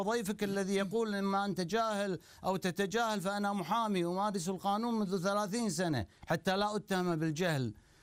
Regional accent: Kuwait; أنا كويتي

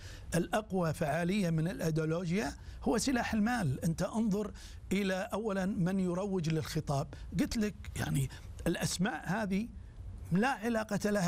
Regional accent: Kuwait; بعض كتاب عندنا بالكويت

